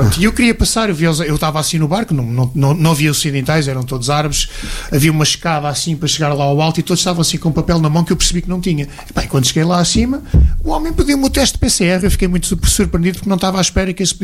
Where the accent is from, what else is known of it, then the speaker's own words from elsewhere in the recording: Portugal; Eu sou de Portugal, é o país do Cristiano Ronaldo